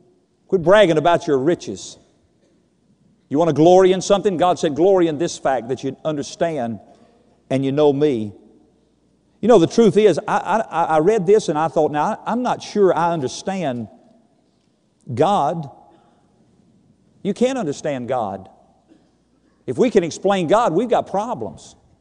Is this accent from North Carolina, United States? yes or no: yes; Winston-Salem, North Carolina, United States; born there; I was born in Winston-Salem, North Carolina … I had nothing to do with that. I'm a white person. I'm an American.